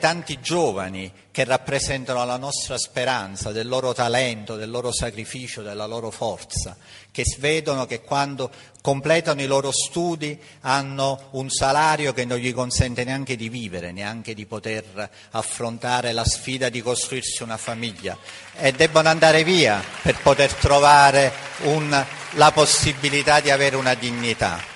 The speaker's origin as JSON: {"language": "Italian", "town": "Naples", "region": "Campania", "country": "Italy", "said": "Io da napoletano sono scaramantico"}